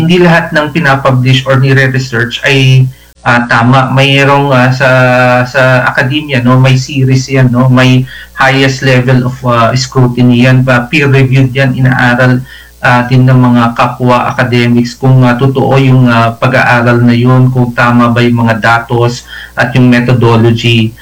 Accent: Cagayan Valley, Philippines; moved away; ako mismo, taga Cagayan ako. Doon ako pinanganak at lumaki hanggang high school. Nag-aral ako doon

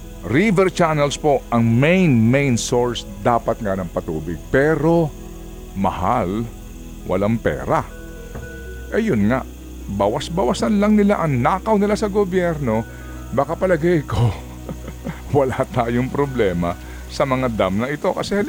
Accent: Eastern Visayas, Philippines; doon sa amin sa Leyte

